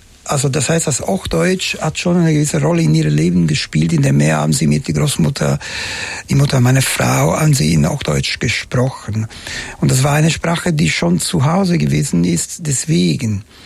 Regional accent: Palermo, Sicily, Italy; German is a second language; Guarda, das Ende der 60er Jahre, ich lebte in Palermo, meine Heimatstadt, und die war natürlich noch nicht so.

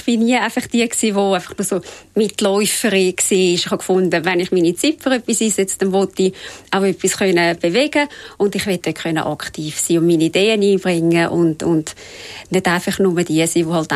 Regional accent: Räterschen, Zurich, Switzerland; born or raised there

